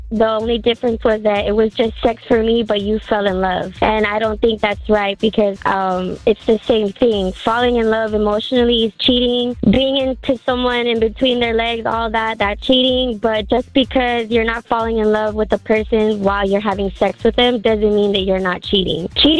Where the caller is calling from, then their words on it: California, United States; calling from Orange County.